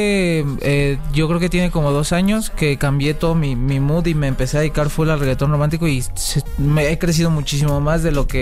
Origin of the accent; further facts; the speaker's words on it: Tlalnepantla, State of Mexico, Mexico; born there; O sea, yo casi no estoy en Tlalnepantla, pero yo nací en Tlalnepantla y yo represento esa.